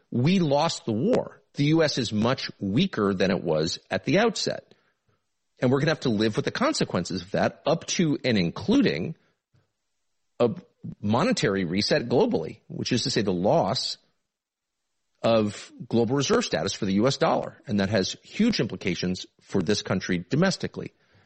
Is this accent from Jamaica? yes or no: no; United States; and it pains me as an American to say